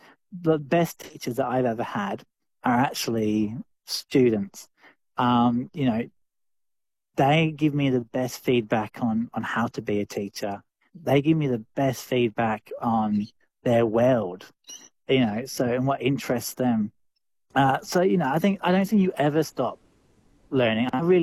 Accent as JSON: {"language": "English", "region": "Mid West", "country": "Australia", "tie": "born or raised there", "said": "when I was a student, I was growing up in the Midwest. You're much more, you know, smaller population."}